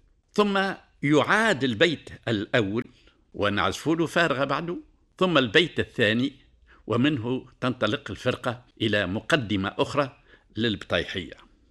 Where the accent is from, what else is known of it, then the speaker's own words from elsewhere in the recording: Tunisia; احنا عندنا في تونس